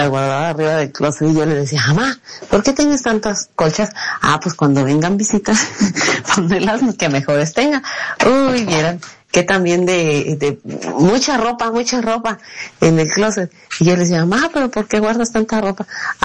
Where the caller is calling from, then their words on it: Michoacán, Mexico; Estoy hablando de ropa en Michoacán.